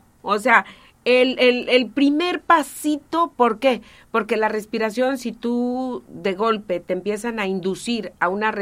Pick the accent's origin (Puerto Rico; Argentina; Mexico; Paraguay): Mexico; Coatzintla, Veracruz; Coatzintla. Coatzintla, Veracruz, mi pueblo.